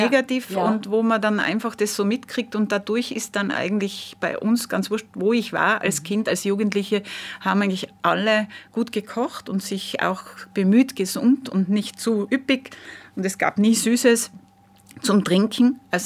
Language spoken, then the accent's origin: German; Innsbruck, Tyrol, Austria; Ja, also ich bin natürlich in Innsbruck aufgewachsen auch, also schon in der Stadt. Also ich bin kein Kind vom Land, aber bei uns war natürlich, das Land ist sehr nah in Innsbruck.